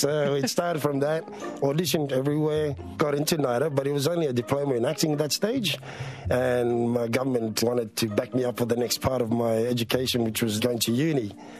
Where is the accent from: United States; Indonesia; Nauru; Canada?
Nauru; And I said, you probably haven't heard of it. I'm from Nauru.